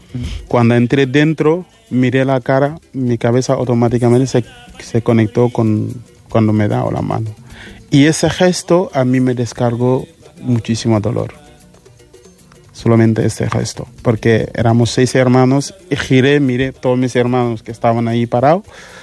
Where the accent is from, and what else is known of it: Senegal